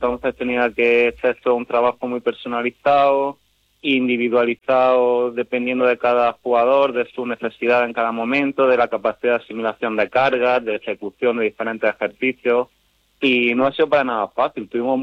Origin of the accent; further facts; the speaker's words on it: El Ejido, Andalusia, Spain; moved away; also born or lived in Italy; Yo soy un ejidense más